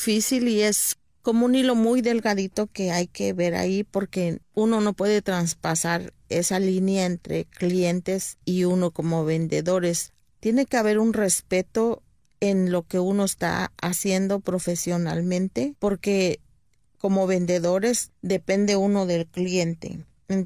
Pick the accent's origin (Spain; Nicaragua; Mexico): Mexico; Oaxaca; yo vengo del estado de Oaxaca y ahí hay muchos artesanos que se dedican a hacer joyería en filigrana